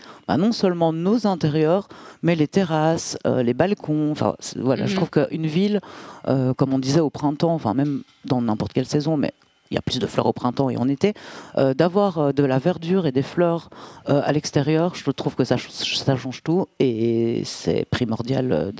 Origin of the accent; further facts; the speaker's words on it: Brussels, Brussels-Capital Region, Belgium; Moi, je viens de Bruxelles, de base.